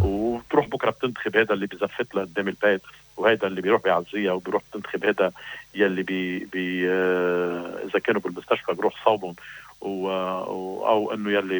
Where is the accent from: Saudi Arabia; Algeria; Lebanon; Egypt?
Lebanon; مسؤوليه الدوله ومسؤوليتنا نحن كلنا كلبنانيين، يعني مسؤوليتنا كلنا.